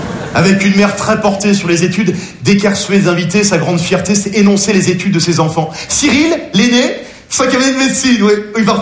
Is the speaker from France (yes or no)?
yes; Nogent-sur-Marne, Île-de-France, France; J'ai grandi à Nogent-sur-Marne, je suis passionné avec toi. Petite banlieue très bourgeoise, genre la Marne, les guinguettes, la fête du petit vin blanc, vous connaissez?